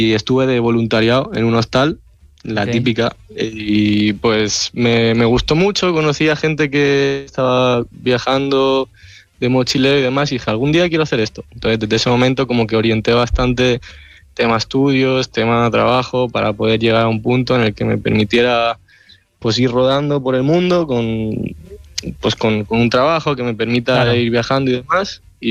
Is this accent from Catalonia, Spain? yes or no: yes; Terrassa, Catalonia, Spain; Yo soy de Tarrasa.